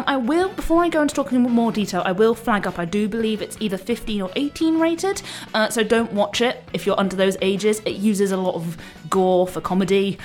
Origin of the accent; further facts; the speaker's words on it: Bristol, South West England, United Kingdom; I'm actually from Bristol, so having a bit of Southwest representation always makes me very happy